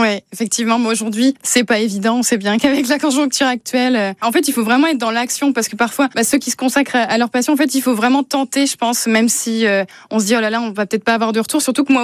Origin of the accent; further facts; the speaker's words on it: Châteauroux, Centre-Val de Loire, France; born there; moved away as an adult; now in Saint-Cyr-sur-Loire, France; je vivais à Châteauroux. Moi, je suis née à Châteauroux, je suis pas née à Tours. Pendant mes études, je suis venue ici.